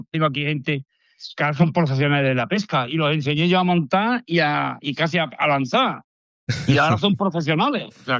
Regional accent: Córdoba, Andalusia, Spain; born or raised there; moved away as an adult; now in Logroño, Spain

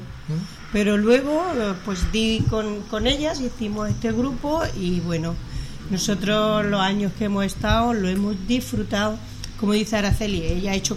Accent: Andalusia, Spain; Yo no soy extremeña, soy andaluz.

